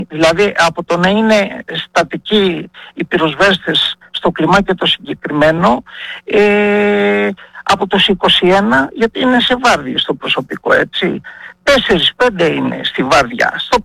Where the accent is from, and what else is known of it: Epirus, Greece